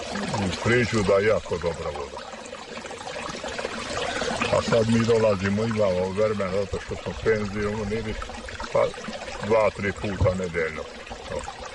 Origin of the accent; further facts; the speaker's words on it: Senta, Vojvodina, Serbia; Mi smo iz Sente došli, pa dolazimo često zato što smo čuli da je jako dobra voda za, za reomu, za kičmu i za noge.